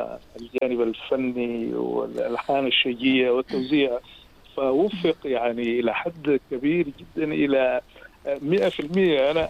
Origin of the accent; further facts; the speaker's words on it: Sudan; moved away as an adult; now in Riyadh, Saudi Arabia; انا حقيقه انا سوداني ومقيم في المملكه العربيه طبعاً السعوديه طبعاً. في هذا البلد الطيب يعني لأكثر من عقدين يعني من الزمن